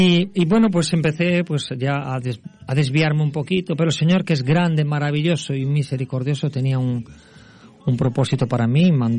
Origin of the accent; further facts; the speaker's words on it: Galicia, Spain; Yo soy gallego, que es el norte, noroeste de España, justo a la otra punta de Barcelona. Uh-huh. Y sí, bien español, aunque bueno, un poco del mundo